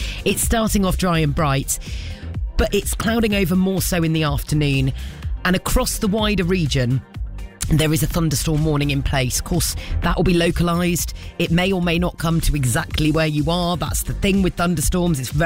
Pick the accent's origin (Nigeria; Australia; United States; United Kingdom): United Kingdom; now in Sennelager, Germany; we're British.